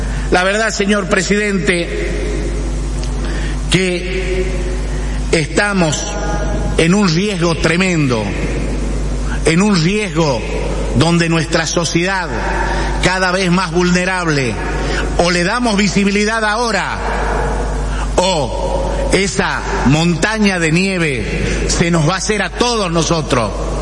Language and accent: Spanish; Salta, Argentina